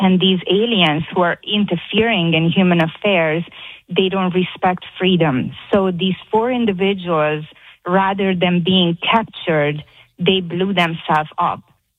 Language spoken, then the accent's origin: English; Hungary; moved away as an adult; Okay, so this came to me because I was born and raised in Hungary. And when I came on a vacation here in 1999, I went to the beach with my girlfriend to celebrate my birthday.